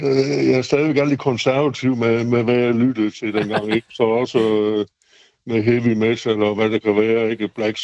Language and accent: Danish; Aarhus, Central Denmark Region, Denmark; Jamen, fordi at jeg er fra Aarhus, og hvad det var noget af det musik, jeg lyttede til.